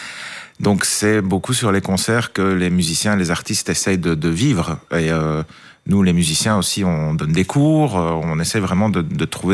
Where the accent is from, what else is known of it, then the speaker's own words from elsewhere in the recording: Saint-Ghislain, Wallonia, Belgium; Je suis de Saint-Guilain, plutôt, plus précisément.